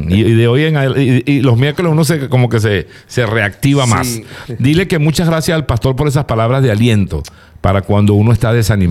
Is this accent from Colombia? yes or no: no; La Guaira, Venezuela; Desde mi tierra, desde La Guaira.